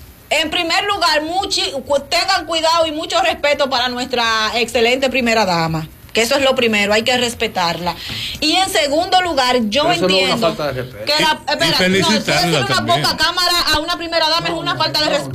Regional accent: Dominican Republic; todos somos dominicanos.

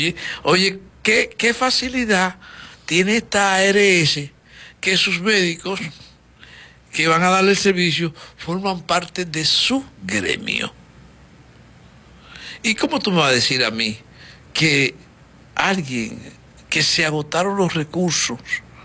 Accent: San Pedro de Macorís, Dominican Republic; somos de aquí de San Pedro, de Los Llanos

